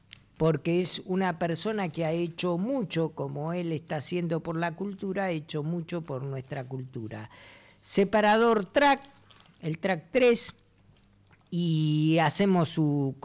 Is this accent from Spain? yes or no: no; Buenos Aires, Argentina; Bueno, es el barrio de él, pero era mi barrio natal.